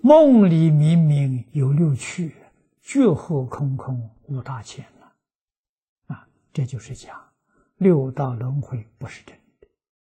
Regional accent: China; 我们中国人讲至于至善了

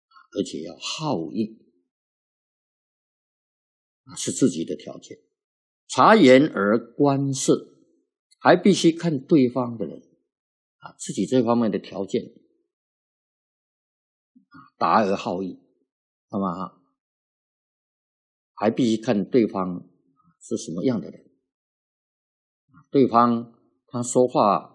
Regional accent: China

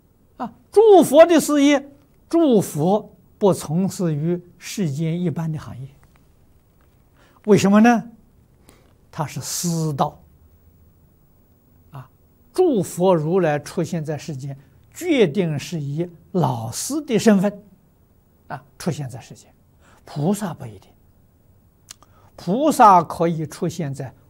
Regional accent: China; 80岁圆寂是我们中国人讲的虚岁，啊，要外国人讲这个年龄呢，那释迦牟尼佛是79岁。

